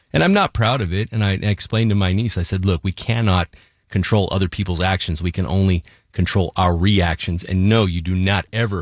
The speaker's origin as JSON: {"language": "English", "town": "Salinas", "region": "California", "country": "United States", "tie": "born or raised there", "moved": "yes", "said": "I drove down to Salinas, my hometown"}